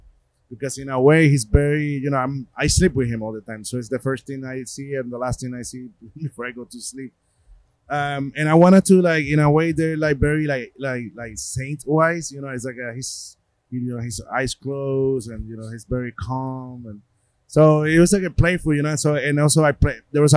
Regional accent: Puerto Rico; born there; moved away as an adult; also born or lived in New York; My dad was born in the Bronx. And but I was born in Puerto Rico, and when I moved to New York, I lived with my grandmother.

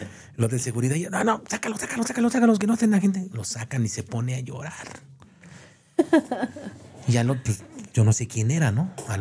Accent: Mexico; Nosotros como mexicanos

